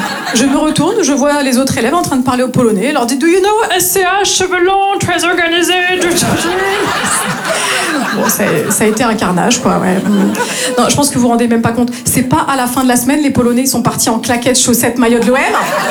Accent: Grand Est, France; now in Marseille, France

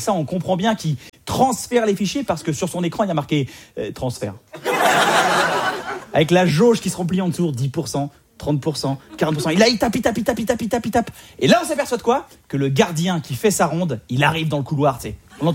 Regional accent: France

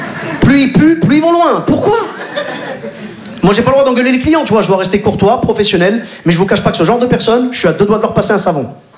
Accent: Morocco; je suis originaire du Maghreb, du Maroc plus précisément.

